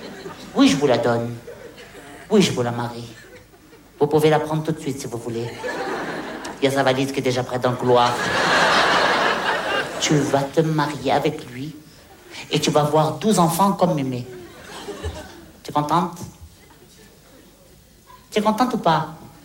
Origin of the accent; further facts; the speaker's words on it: Hauts-de-France, France; Ben, je dis non, je suis pas de Tunisie. Vous êtes d'Algérie. Mais non, je suis du Pas-de-Calais.